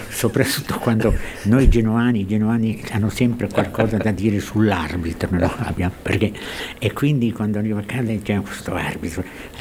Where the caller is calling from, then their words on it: Genoa, Liguria, Italy; da Genova Pesi.